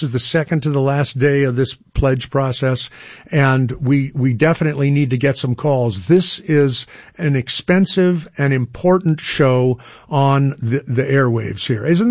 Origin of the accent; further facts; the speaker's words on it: Los Angeles, California, United States; I grew up in the Congregational Church in Woodland Hills, California.